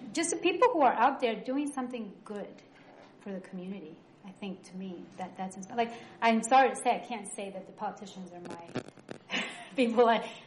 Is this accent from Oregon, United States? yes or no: no; New York City, New York, United States; now in East Boston, United States; growing up in New York City